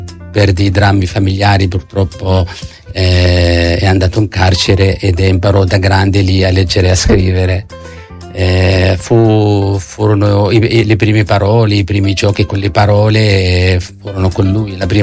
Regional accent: Amman, Amman Governorate, Jordan; Italian is a second language; moved away as an adult; also born or lived in Perugia, Italy; io ho vissuto ad Amman in Giordania

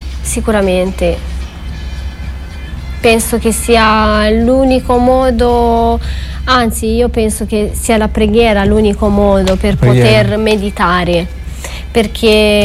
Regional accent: Romania; now in Italy; È dalla parte ovest del mio paese.

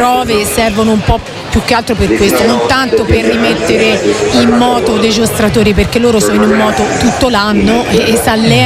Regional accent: Arezzo, Tuscany, Italy; se siamo aretini da qualche parte s'abiterà, no?

